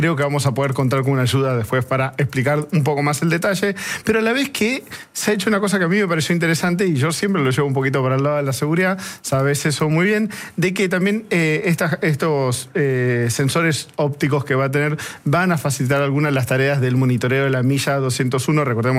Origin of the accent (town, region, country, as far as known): Argentina